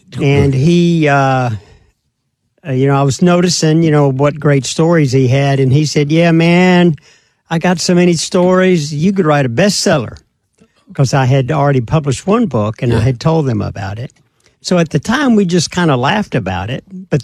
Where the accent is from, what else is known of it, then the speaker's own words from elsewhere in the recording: Mississippi, United States; I grew up in Mississippi.